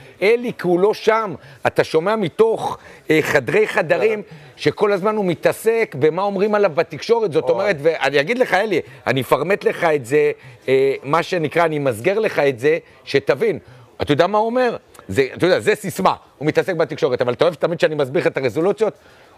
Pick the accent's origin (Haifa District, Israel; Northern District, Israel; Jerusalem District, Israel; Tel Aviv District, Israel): Haifa District, Israel; Hadera; אצלנו בשכונה בחדרה שגדלנו